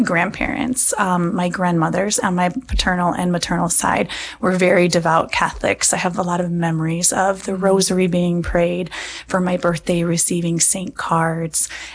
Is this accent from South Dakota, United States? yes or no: yes; Colton, South Dakota, United States; So I grew up in Colton, South Dakota, small town, and grew up attending St. Joseph the Workman right outside of Colton there.